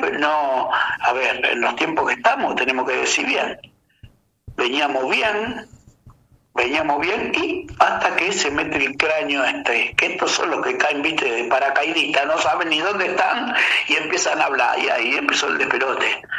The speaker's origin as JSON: {"language": "Spanish", "town": "Rosario", "region": "Santa Fe", "country": "Argentina", "said": "Somos rosarinos"}